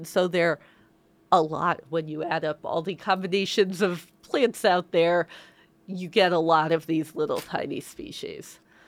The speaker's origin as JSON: {"language": "English", "town": "St. Louis", "region": "Missouri", "country": "United States", "tie": "born or raised there", "also_born_or_lived": "Costa Rica", "moved": "as an adult", "said": "I grew up around St. Louis"}